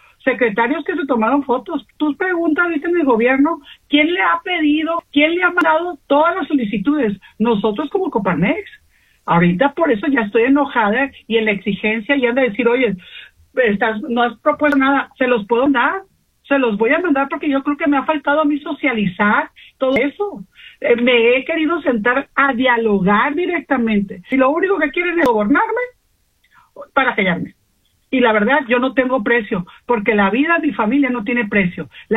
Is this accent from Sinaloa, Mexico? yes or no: yes; Sinaloa, Mexico; porque así somos los sinaloenses, de frente, para trabajar y contribuir.